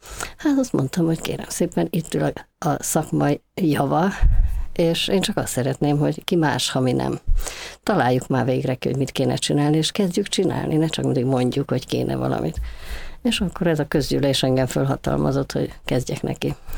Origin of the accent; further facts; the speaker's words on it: Budapest, Hungary; A Gellért-hegyen laktunk kiskoromban, úgyhogy ott kezdtem a Köbölk utcai általános iskolában. Aztán Pestre költöztünk